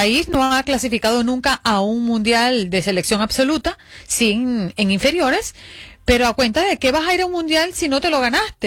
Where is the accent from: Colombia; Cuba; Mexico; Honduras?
Honduras; Yo soy hondureño.